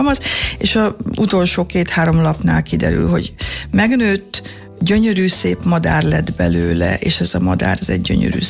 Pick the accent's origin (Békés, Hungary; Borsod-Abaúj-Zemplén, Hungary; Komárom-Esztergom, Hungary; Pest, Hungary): Borsod-Abaúj-Zemplén, Hungary; Kazincbarcika; Kazincbarcikán nőttem föl, három ház vett körbe egy ilyen játszóteret, udvart